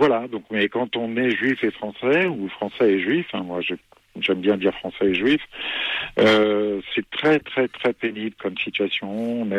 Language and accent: French; France; c'est difficile d'être juif et français, mais bon, moi, je résiste et persiste et je reste en France parce que c'est ma terre natale, c'est mon pays, c'est ma culture